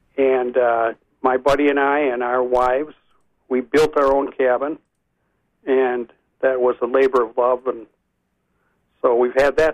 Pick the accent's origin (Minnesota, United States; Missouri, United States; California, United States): Minnesota, United States; St. Paul; when I was a little kid growing up in St. Paul.